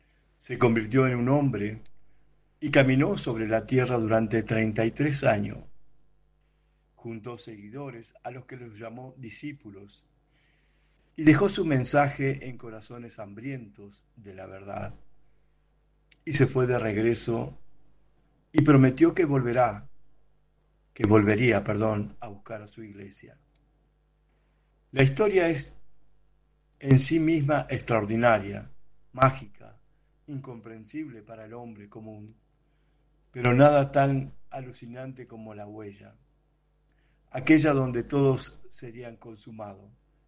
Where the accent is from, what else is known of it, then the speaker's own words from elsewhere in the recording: Argentina; soy de Argentina.